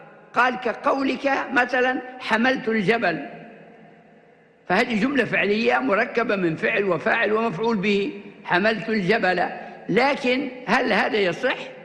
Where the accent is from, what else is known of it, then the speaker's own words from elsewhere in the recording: Libya; عندنا في ليبيا هنا